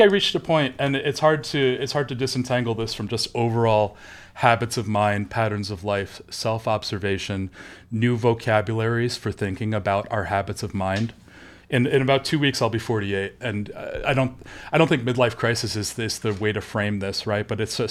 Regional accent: Albany, New York, United States; I grew up in the 1980s, and in the K-12 system in the U.S., I grew up around the Albany area in cow country.

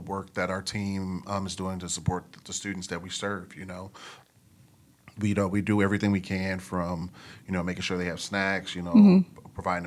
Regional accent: Grand Rapids, Michigan, United States; growing up in Grand Rapids, Michigan

